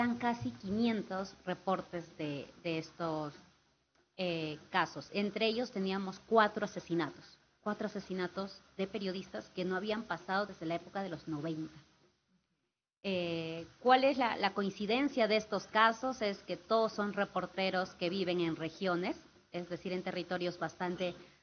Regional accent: Huánuco, Peru; moved away; Buenos días, Huánuco, un gusto de estar nuevamente en mi tierra

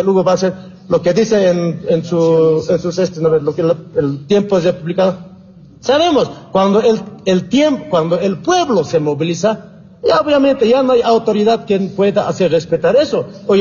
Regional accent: Bolivia; Nosotros somos pueblo boliviano también.

